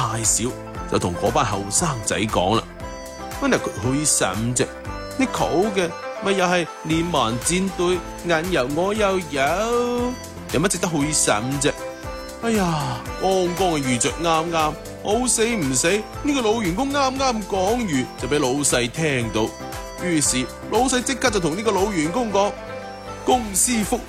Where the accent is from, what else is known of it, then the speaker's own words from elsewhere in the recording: Guangdong, China; 我哋广东人